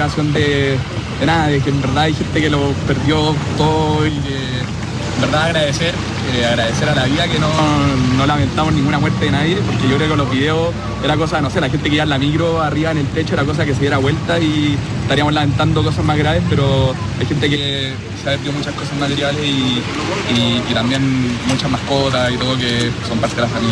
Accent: Chile; Y yo creo que es algo que tenemos como chilenos y hay que ir a ayudar donde sea, cuando sea, como sea.

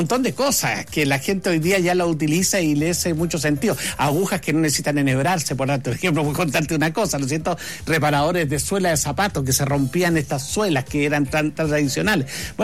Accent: Argentina; Nosotros, mira, ni siquiera somos iguales entre nosotros, los argentinos

